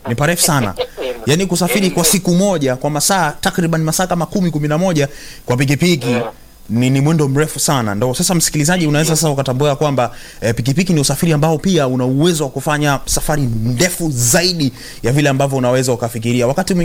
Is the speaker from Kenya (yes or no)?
no; Utegi, Mara, Tanzania; Utegi, Utegi ndio kwetu huko. Mimi mama yangu anakaa Utegi.